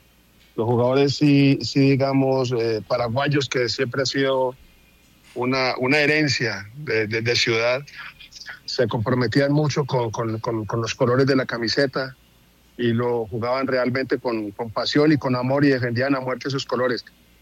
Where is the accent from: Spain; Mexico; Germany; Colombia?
Colombia; Pereira, Risaralda; yo soy pereirano de raza. Sí tengo la doble nacionalidad, pero yo realmente soy pereirano.